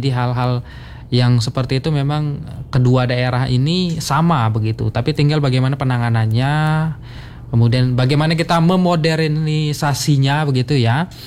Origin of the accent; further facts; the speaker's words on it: Prabumulih, South Sumatra, Indonesia; moved away; saya aslinya di Sumsel gitu ya di daerah Prabu Muli.